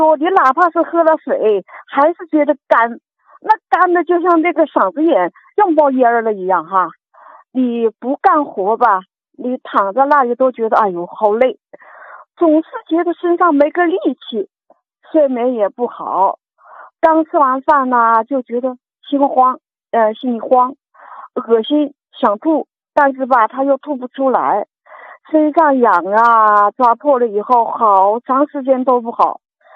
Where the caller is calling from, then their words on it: Beijing, China; 我北京海淀区的。